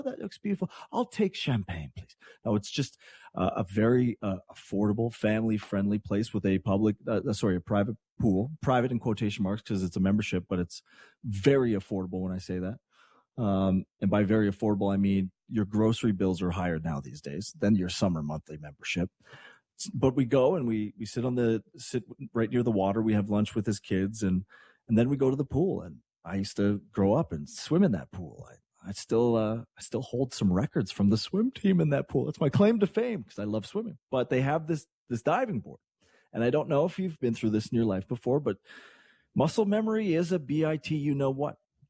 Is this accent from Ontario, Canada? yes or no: no; Hudson, Quebec, Canada; Hudson, Quebec. I'm back to my hometown. Did a very nice intro yesterday talking about all the people that come from a small town. Again, this town's, when I grew up, was like just over 2,000 people. Now it's just over 5,000.